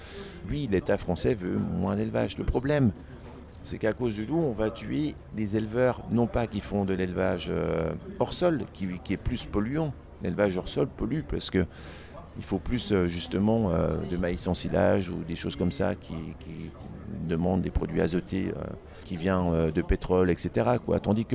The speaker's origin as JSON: {"language": "French", "region": "Grand Est", "country": "France", "said": "Je suis venu ici des Vosges. Je suis venu ici parler du loup"}